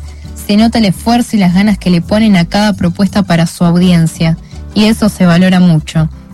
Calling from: Quilmes, Buenos Aires Province, Argentina; de Quilmes.

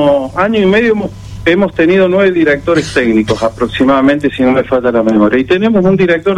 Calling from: Argentina; como argentinos y amantes del fútbol

